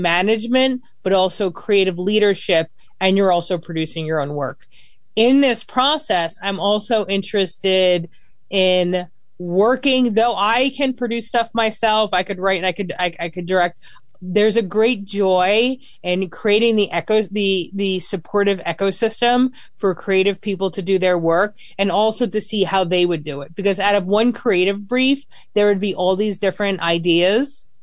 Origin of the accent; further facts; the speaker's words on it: Laurence Harbor, New Jersey, United States; I grew up in a place called Lawrence Harbor, though I'm from Jersey City